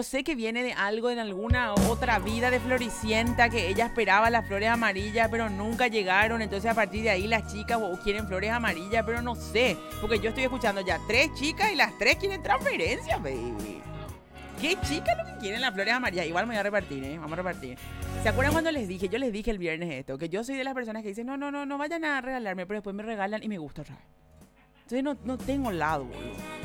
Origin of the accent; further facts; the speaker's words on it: Paraguay; Es mi primer single. Soy paraguayo.